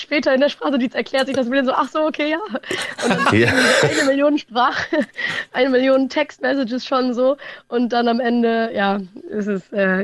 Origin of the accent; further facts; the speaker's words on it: Hamburg, Germany; born there; now in Berlin, Germany; Aber genau, gebürtige Hamburgerin.